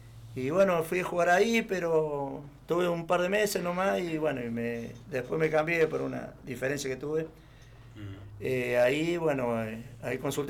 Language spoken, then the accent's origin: Spanish; San Luis, Argentina; moved away as an adult; En realidad soy de San Luis, yo viví en San Luis